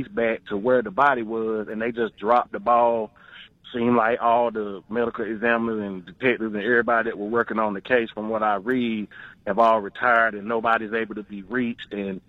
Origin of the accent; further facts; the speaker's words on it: North Carolina, United States; I'm from North Carolina.